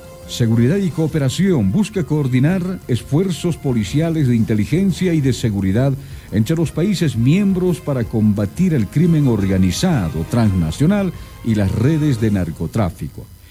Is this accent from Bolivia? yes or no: yes; Bolivia